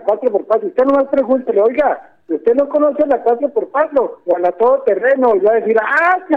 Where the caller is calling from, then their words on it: Camargo, Chihuahua, Mexico; Yo de aquí de Camargo.